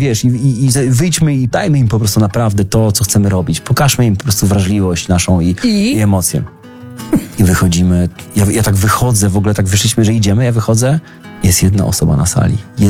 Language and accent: Polish; Zielona Góra, Lubusz Voivodeship, Poland; Zielona Góra, moje rodzinne miasto.